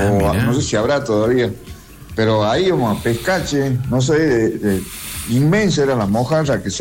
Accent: Argentina; cuando éramos chicos, bueno, yo vivía en Güeme

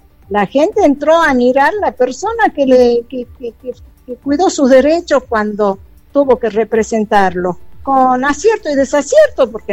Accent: Joaquín V. González, Salta, Argentina; Nací, crecí en este pueblo, amo a mi pueblo.

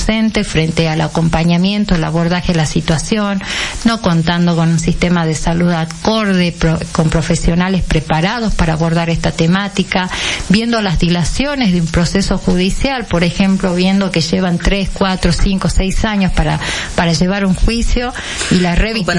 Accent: Argentina

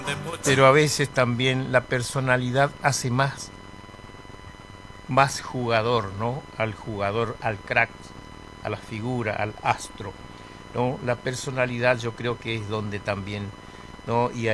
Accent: Argentina; Somos apasionados los argentinos en cuanto al fútbol.

